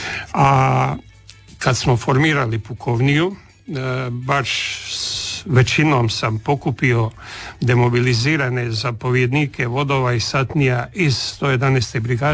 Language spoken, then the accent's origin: Croatian; Croatia; Kod nas u Hrvatskoj, bar u nekom dijelu Hrvatske, javlja uvjerenje da su Istrani malo mekši, Hrvati i tako dalje.